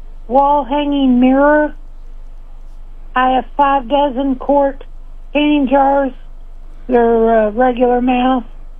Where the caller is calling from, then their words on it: Sweet Springs, Missouri, United States; I'm calling from the rural Sweet Springs, Marshall area.